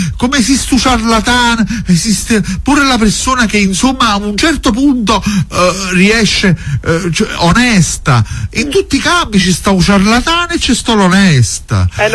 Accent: Torre del Greco, Campania, Italy; born there; io sono nato a Torre del Greco Torre del Greco mi ha apprezzato tanto mi ha voluto bene Napoli mi ama Caserta mi ama

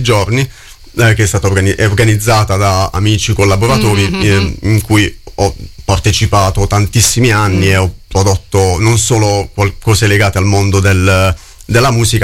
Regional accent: Mola di Bari, Apulia, Italy; Sono originario della Puglia, quindi... Puglia, dici? Sì, sì, Puglia, sì, Mola, sì, di Bari, sì, per l'esattezza.

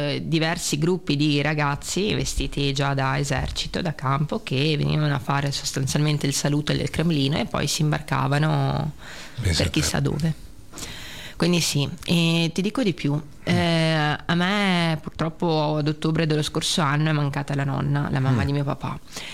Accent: Russia; born there; Italian is a second language; moved away; io mi ricordo quando sono nata, allora innanzitutto in Russia non c'erano ancora i pannolini.

